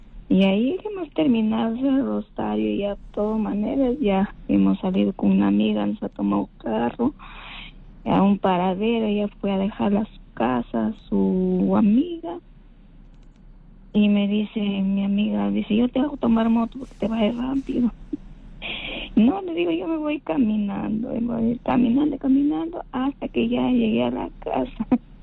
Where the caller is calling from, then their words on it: Lima, Peru; De Los Olivos, de Vía Norte.